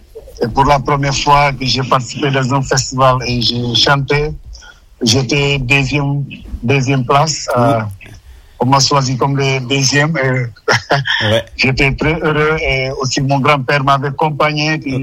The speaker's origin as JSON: {"language": "French", "country": "Senegal", "tie": "born or raised there", "also_born_or_lived": "Guinea-Bissau", "said": "Je suis né en Guinée-Bissau, mais mes parents sont des Sénégalais. Ma mère avec mon père sont des Sénégalais. Et je suis né en Guinée-Bissau, j'ai fait une grande partie au Sénégal. J'ai grandi au Sénégal."}